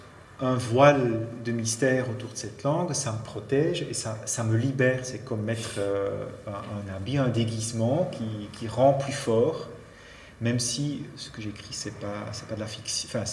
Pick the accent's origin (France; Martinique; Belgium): Belgium; Knokke, Flanders; born there; first language Dutch; French is a second language; je suis né à la côte, de parents néerlandophones. Ça s'entend un tout petit peu, mes premiers mots datent de mes 10 ans, donc je n'aurai jamais tout à fait l'accent d'un francophone. Enfin, on me dit toujours que j'ai un léger accent